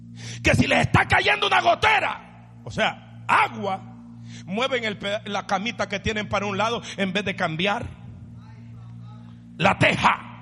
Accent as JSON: {"language": "Spanish", "country": "El Salvador", "moved": "yes", "lives_now": "United States", "said": "si soy del Salvador"}